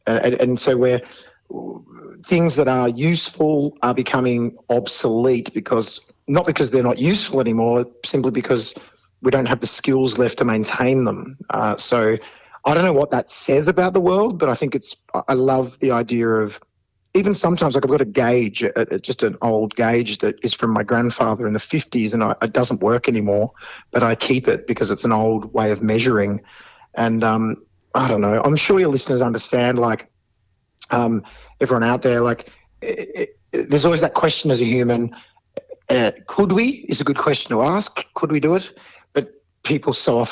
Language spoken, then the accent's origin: English; Geelong, Victoria, Australia; I grew up in Geelong